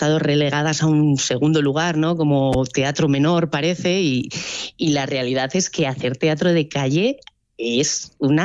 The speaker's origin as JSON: {"language": "Spanish", "town": "Araia", "region": "Basque Country", "country": "Spain", "tie": "born or raised there", "said": "Entonces yo estoy encantada con las propuestas que puedo acercar a Araya, que además es mi pueblo."}